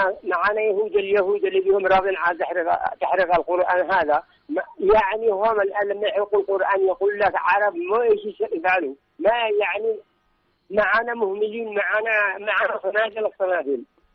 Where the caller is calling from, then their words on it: Yemen; في بلادنا